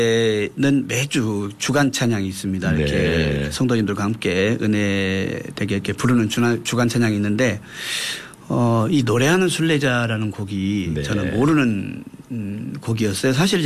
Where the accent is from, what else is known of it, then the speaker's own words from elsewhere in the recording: Jindo, South Jeolla, South Korea; born there; 제가 이제 진도에서 태어나가지고